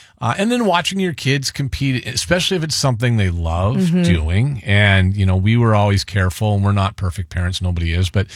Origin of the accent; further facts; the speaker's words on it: Maple Valley, Washington, United States; We come from Maple Valley, not the most diverse place in the world.